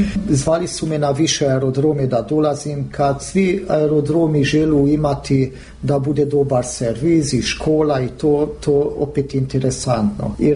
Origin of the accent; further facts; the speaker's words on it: Burgenland, Austria; Sa Hrvatskom sam ja, zbog toga da sam gradišćanski Hrvat, hvala Bogu dosta dobro naučio hrvatski.